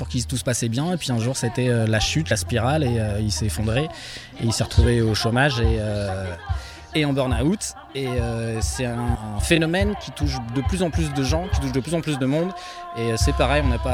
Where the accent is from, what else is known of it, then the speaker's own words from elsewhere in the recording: Compiègne, Hauts-de-France, France; Alors, moi, je suis de Compiègne.